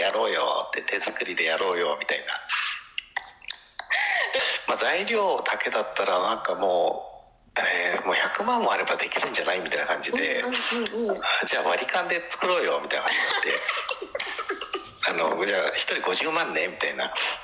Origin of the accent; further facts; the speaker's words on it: Tokyo, Japan; もともと東京生まれ東京育ちで、あの東京で建築の、設計をですね、いろいろあとこうで修行を積みながらやってきたんですけど、